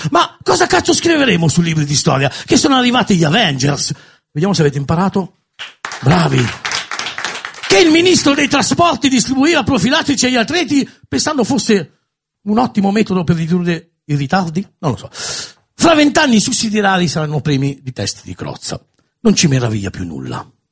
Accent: Milan, Lombardy, Italy; Da dove vengo io? I quartieri brutti ne avete sentito parlare, tipo Rogoredo?

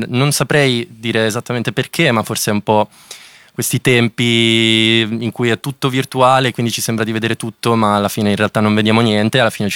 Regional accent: Rimini, Emilia-Romagna, Italy; io sono cresciuto in campagna, a Rimini, nella campagna riminese, e cioè circondato, diciamo, dalla campagna, non l'ho mai vissuta proprio, i miei facevano altro.

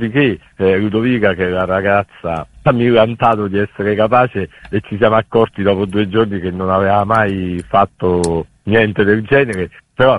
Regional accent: Abruzzo, Italy; E la storia nasce da un fatto realmente accaduto nel mio paese, in Abruzzo, dove insomma sono stati colpiti da una tragedia, la scomparsa di quattro ragazzi rimasti sotto una valanga

